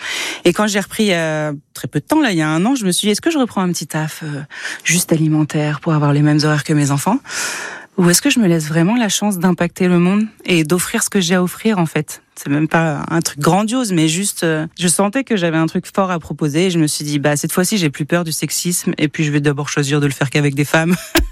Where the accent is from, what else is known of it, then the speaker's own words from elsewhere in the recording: Tours, Centre-Val de Loire, France; je suis une Tourangelle de 42 ans